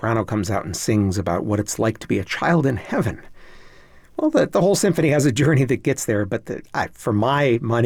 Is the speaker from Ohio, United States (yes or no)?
yes; Cleveland, Ohio, United States; This performance is from the … my hometown band